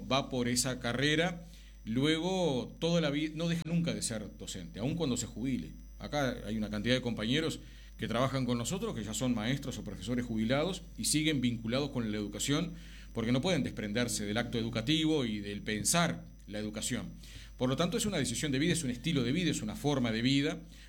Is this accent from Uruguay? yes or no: yes; Canelones, Uruguay; Yo soy del departamento de Canelones, sigo viviendo en el campo, en Canelones